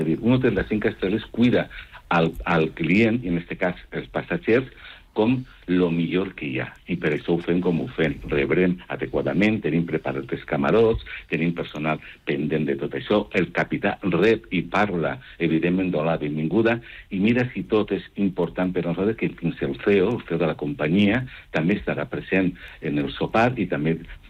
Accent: Valencian Community, Spain; catalans, evidentment, i som valencians.

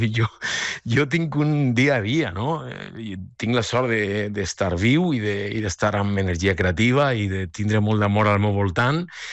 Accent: Altea, Valencian Community, Spain

